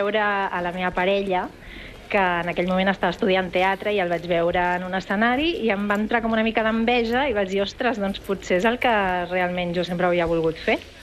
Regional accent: Barcelona, Catalonia, Spain; moved away as an adult; now in Berlin, Germany; Jo sóc de Barcelona, del barri de Camp de l'Arpa.

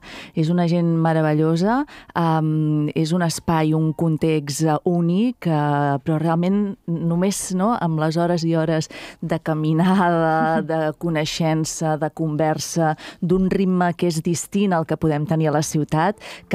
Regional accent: Calella, Catalonia, Spain; moved away; Jo soc una persona de Calella, sabeu, molt vinculada a l'àmbit de la cultura popular, a l'associacionisme

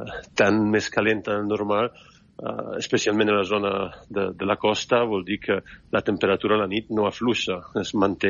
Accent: Italy; moved away; jo soc italià

